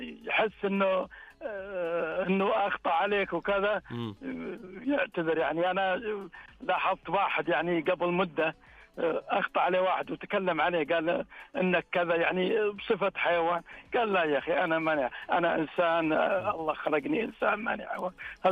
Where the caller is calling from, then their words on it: Arar, Northern Borders, Saudi Arabia; معك من منطقة عود الشمالي.